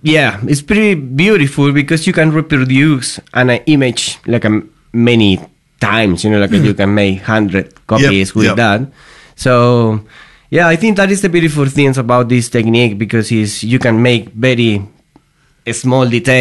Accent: Chile; I'm from Chile.

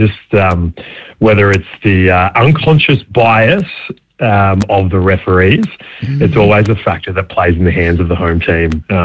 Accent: Haddon, Victoria, Australia; I grew up in Haddon in Ballarat, and there was no, like, we had a drought, there was no, like, snow, let alone ice

